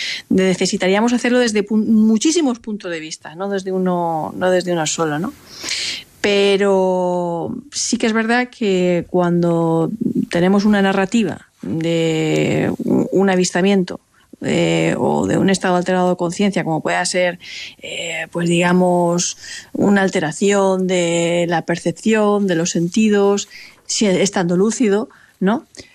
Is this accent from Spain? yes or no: yes; Spain; por fin ve la tierra en mi país y ve la tierra en España.